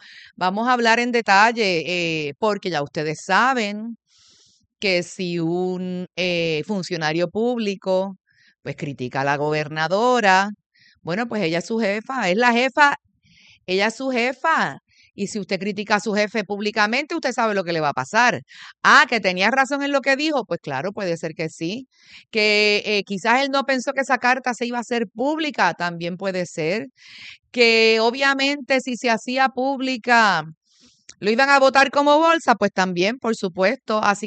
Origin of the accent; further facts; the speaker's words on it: Puerto Rico; En buen puertorriqueño, suena feo, pero así es que lo dicen en mi pueblo.